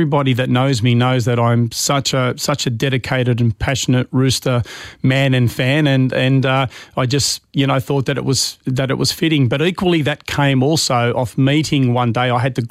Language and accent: English; Leichhardt, New South Wales, Australia; because I grew up in Leichhardt. I was a 5-minute walk to the eighth wonder, the Holy Grail, as I call it.